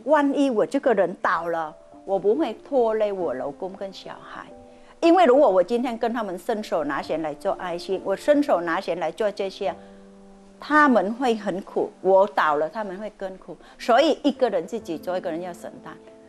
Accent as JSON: {"language": "Chinese", "country": "Vietnam", "said": "家讲我是越南妈妈的"}